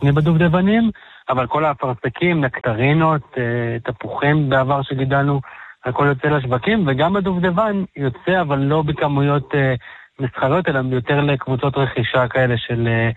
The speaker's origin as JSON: {"language": "Hebrew", "region": "Golan Heights", "country": "Israel", "tie": "born or raised there", "said": "אני בעצם נולדתי פה במושב שן."}